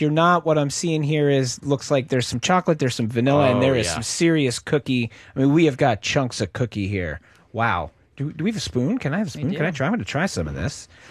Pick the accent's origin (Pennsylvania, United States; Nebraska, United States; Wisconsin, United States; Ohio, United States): Pennsylvania, United States; And there was a place where I grew up in Pennsylvania where they have pretzel cones and I love pretzels.